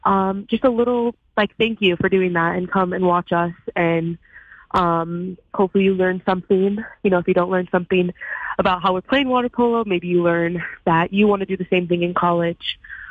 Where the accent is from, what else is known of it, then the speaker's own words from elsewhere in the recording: East Grand Rapids, Michigan, United States; moved away as an adult; now in Ann Arbor, United States; my hometown, East Grand Rapids, and we're playing at my high school.